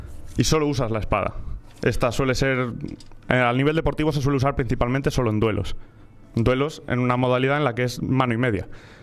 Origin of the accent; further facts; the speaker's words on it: Uclés, Castilla-La Mancha, Spain; yo me he criado gran parte de mi infancia en Uclés, al lado de un castillo